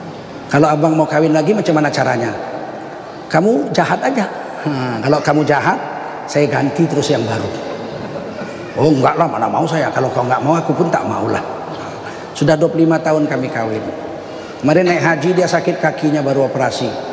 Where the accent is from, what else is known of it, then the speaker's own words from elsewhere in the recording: Medan, North Sumatra, Indonesia; Dan saya orang Medan. Kami orang Medan paling jijik makan bubur.